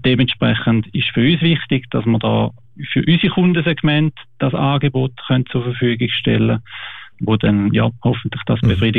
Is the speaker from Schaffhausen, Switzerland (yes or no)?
yes; Wilchingen, Schaffhausen, Switzerland; Mein Vater ist von Helsinki. Schon lange aber in der Schweiz und meine Mutter ist von Wilchingen. Wir sind in Zwichingen aufgewachsen. Ich habe also mehr die Wurzeln da in der Schweiz